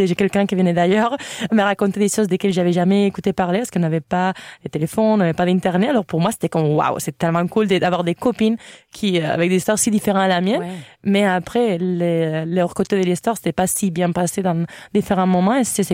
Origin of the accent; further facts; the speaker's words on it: Spain; moved away as an adult; now in Quebec, Canada; Moi, ça fait 9 ans presque bientôt que je suis au Québec et je me sens plus concernée à avoir une opinion pour ça qui se passe au Québec que pour ça qui se passe en Espagne que j'ai quitté à 23 ans.